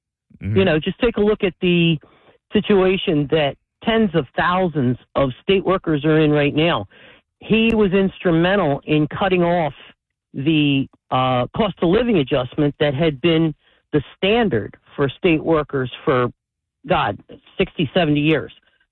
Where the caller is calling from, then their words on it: Woodbury, New Jersey, United States; I'm in South Jersey, just outside of the Woodbury area.